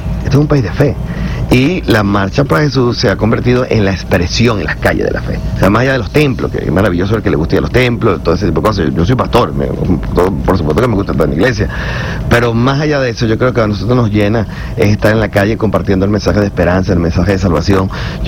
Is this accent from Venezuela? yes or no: yes; Venezuela